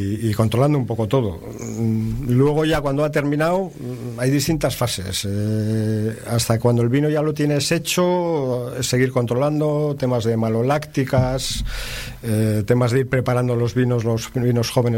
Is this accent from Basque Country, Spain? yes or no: yes; San Sebastián, Basque Country, Spain; moved away as an adult; now in La Rioja, Spain; Yo soy de San Sebastián. Yo soy nacido en San Sebastián y hasta los 18 años en San Sebastián. Luego ya me fui a estudiar, claro, fuera. Uh-huh. Y a los 18 ya soy medio riojano, porque llevo más tiempo en La Rioja que en San Sebastián.